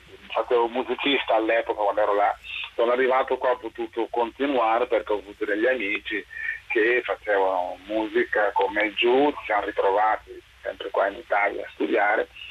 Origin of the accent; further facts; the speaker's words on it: Guinea; questo a un certo punto mi ha portato ad essere persona non grata nel mio paese, sì, in Guinea